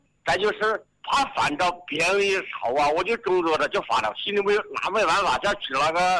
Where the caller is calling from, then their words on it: Zhijiang, Hubei, China; 我是宜昌芷江的。